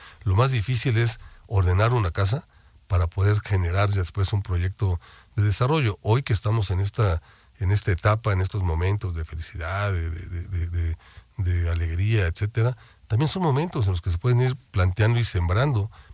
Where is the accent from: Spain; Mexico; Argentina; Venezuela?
Mexico; nos hermana como mexicanos